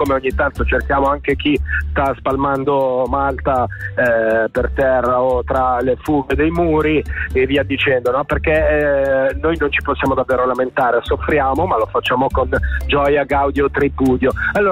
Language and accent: Italian; Gambarogno, Ticino, Switzerland; non ero ancora stato nel Gambarogno, che è un po' la mia terra, la California della Svizzera italiana. È un po' il mio posto del cuore.